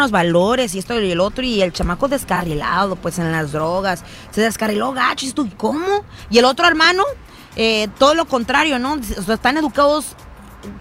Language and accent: Spanish; Mexico; now in United States; En México, por ejemplo, a lo mejor, pues yo crecí en México, mi hijo está creciendo en este país